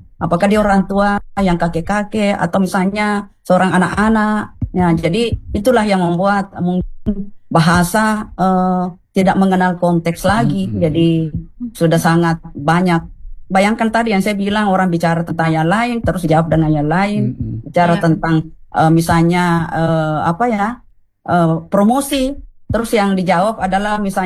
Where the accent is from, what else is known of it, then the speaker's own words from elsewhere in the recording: South Sulawesi, Indonesia; accent: Bugis; saya maaf pakai logat Bugis